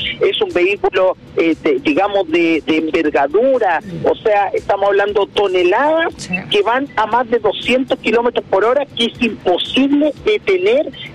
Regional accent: Viña del Mar, Valparaíso, Chile; porque yo soy de la Quinta Región, soy de Viña del Mar, vi lo que ocurrió.

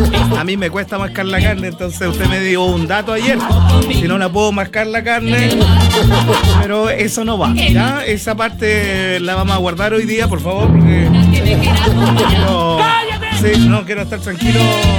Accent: Chile; Yo aquí, como buen chileno y chilena, comprando a última hora.

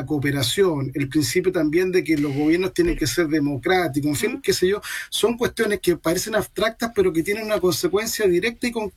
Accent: Chile

